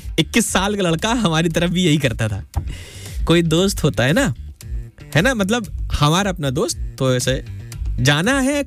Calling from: Bahrain; अस्सलाम वालेकुम भाई, मैं बहरीन से हूँ और सुन रहा हूँ

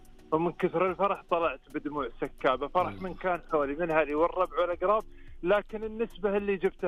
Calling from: Khafji, Eastern Province, Saudi Arabia; انا من الخفجي طال عمرك.

